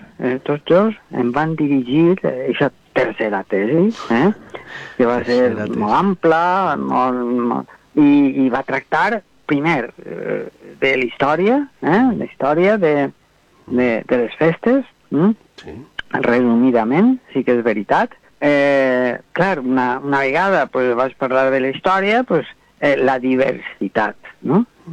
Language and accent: Catalan; Villena, Valencian Community, Spain; born there; Villena, que és el meu poble